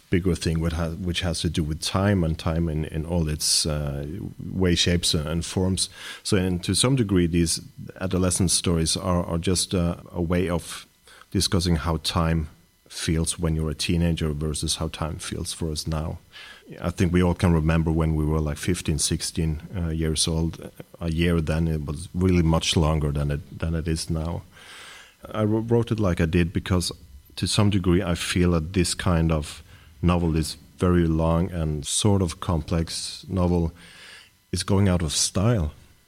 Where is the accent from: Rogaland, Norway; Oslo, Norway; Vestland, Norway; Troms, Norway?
Rogaland, Norway; Stavanger; Since I'm from Stavanger, which we call the oil capital of Norway, it has had a great impact on my life. The city of Stavanger completely changed from the early 70s. When I grew up, the city was still in a huge transformation period